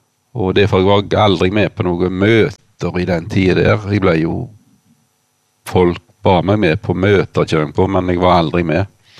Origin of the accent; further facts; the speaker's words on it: Karmøy, Rogaland, Norway; Så vi vokste opp her i Sævlandsvikta. Bare en steinkast her på som vi sitter nå.